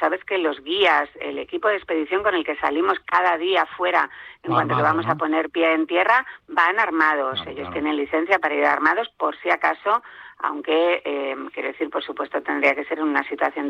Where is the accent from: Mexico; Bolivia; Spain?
Spain; Nosotros somos los únicos españoles